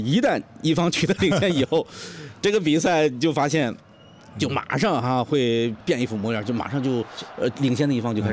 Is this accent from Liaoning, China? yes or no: yes; Dalian, Liaoning, China; 都能够看到我们大连人啊，